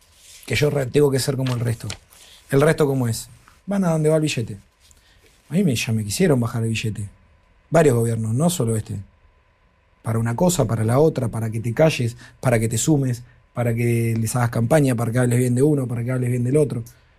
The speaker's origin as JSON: {"language": "Spanish", "town": "La Plata", "region": "Buenos Aires Province", "country": "Argentina", "tie": "born or raised there", "also_born_or_lived": "Tolosa", "said": "Porque yo vengo de ahí. Yo no nací en Recoleta. Yo nací en el barrio 19 de febrero de Villa Elvira. En realidad me crié ahí. Nací en Tolosa, en otro barrio en Rinquelé, picante."}